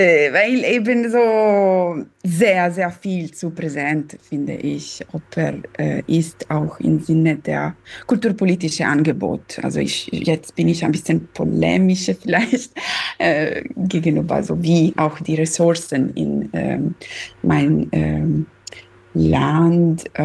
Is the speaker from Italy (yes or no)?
yes; Southern Italy, Italy; German is a second language; now in Germany